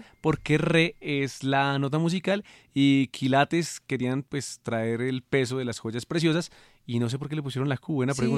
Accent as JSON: {"language": "Spanish", "region": "Boyacá", "country": "Colombia", "said": "somos boyacenses"}